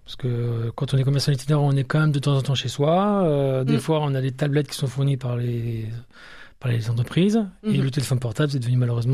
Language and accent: French; Aix-en-Provence, Provence-Alpes-Côte d'Azur, France; also born or lived in Lille; now in Niort, France; Voilà, je suis né à Lille et mes parents ont déménagé à Aix-en-Provence. Et j'ai fait une partie de mes études à Aix-en-Provence et à Marseille, presque région du cœur maintenant.